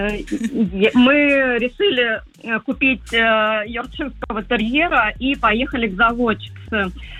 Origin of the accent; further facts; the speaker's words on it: Podolsk, Moscow Oblast, Russia; И придумали, я из Подольска, мы из Подольска